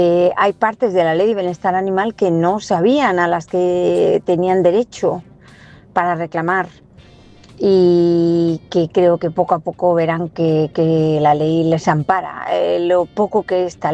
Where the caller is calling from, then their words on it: Andalusia, Spain; Soy andaluza